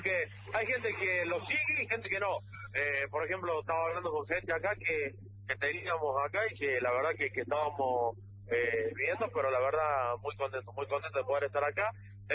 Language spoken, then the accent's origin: Spanish; La Rioja, Argentina; Sí, somos de La Rioja. Trabajamos Radio La Torre, allá en La Rioja.